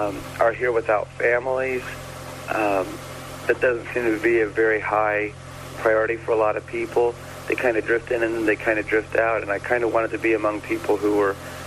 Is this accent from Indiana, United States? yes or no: yes; Indiana, United States; I grew up in Indiana, which is, in Indiana they consider themselves Midwesterners. And I realized that I really miss the Midwest.